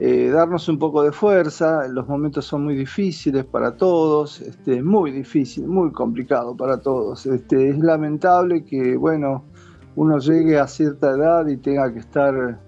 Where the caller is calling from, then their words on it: Moreno, Buenos Aires Province, Argentina; De acá, de Moreno